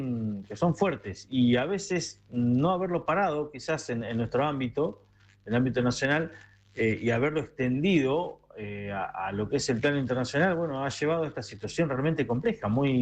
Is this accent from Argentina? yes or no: yes; Argentina; Sabemos que somos así los argentinos, ¿no?